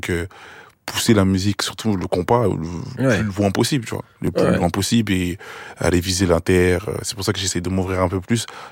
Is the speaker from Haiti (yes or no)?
yes; Haiti; j'ai un petit code qui fait que je suis haïtien.